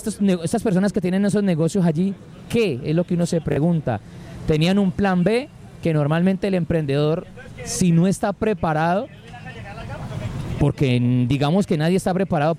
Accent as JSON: {"language": "Spanish", "town": "Cali", "region": "Valle del Cauca", "country": "Colombia"}